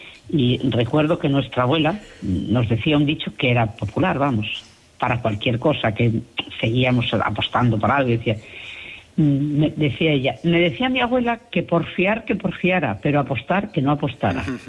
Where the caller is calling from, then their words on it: San Miguel del Valle, Castile and León, Spain; de San Miguel del Valle, Zamora. Pues en mi zona, que estamos muy cerquita de Benavente